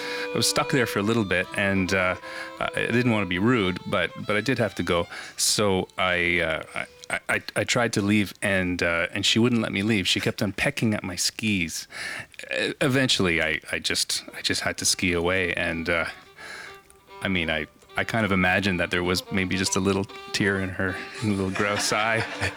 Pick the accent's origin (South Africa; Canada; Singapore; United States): Canada; Ontario; also born or lived in Thunder Bay, Ontario; I play the double bass with … we're from Ontario, Canada.